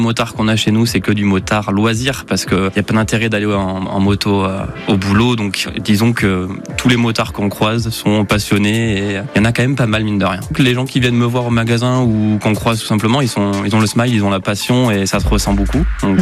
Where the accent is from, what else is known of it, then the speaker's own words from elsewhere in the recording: Le Puy-en-Velay, Auvergne-Rhône-Alpes, France; je viens du Puy-en-Velay et ma passion, c'est l'enduro, le super motard et les acrobaties à moto.